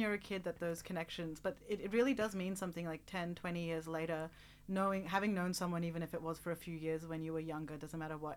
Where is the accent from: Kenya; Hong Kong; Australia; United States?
Australia; both of my parents are Indian and I grew up in Australia